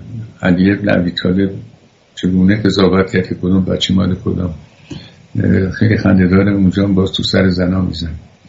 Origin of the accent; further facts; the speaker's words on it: Iran; ما که ایرانیم